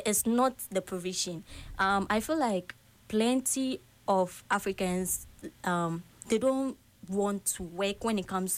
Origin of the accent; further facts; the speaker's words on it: Sierra Leone; moved away as an adult; now in Ghana; I'm from Sierra Leone.